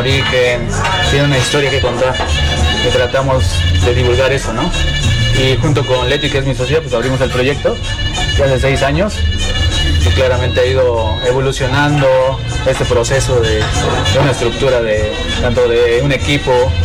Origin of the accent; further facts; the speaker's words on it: Puebla, Mexico; Somos poblanos, pero siempre digo que somos poblanos, pero de los volcanes